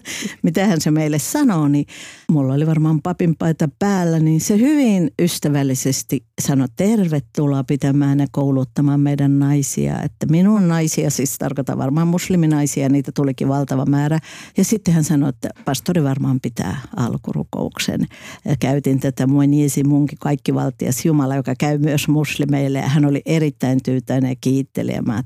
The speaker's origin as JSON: {"language": "Finnish", "town": "Oulu", "region": "North Ostrobothnia", "country": "Finland", "tie": "born or raised there", "said": "Mä olen sieltä Oulusta kotoisin"}